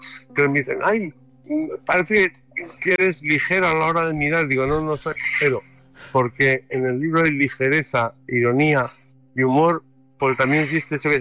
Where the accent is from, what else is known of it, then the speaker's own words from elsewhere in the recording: Alcalá de Henares, Community of Madrid, Spain; now in Madrid, Spain; Yo crecí en Alcalá de Henares